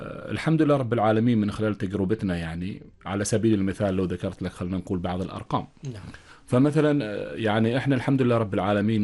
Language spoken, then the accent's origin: Arabic; Oman; احنا كشعب عماني